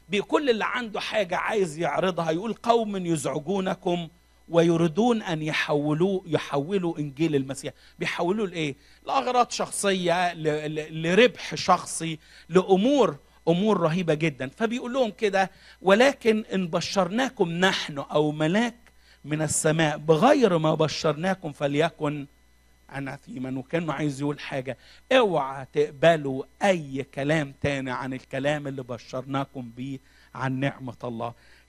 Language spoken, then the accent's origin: Arabic; Egypt; عندنا في مصر